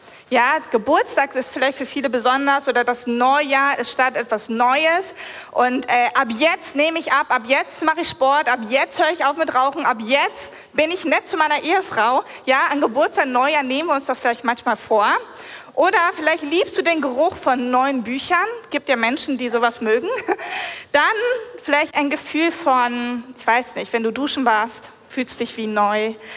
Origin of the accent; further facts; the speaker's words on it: Lower Saxony, Germany; Ich komme aus der Nähe Hannover